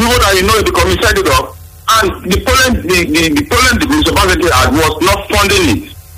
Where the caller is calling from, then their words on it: Benin City, Edo, Nigeria; I'm calling from Benin.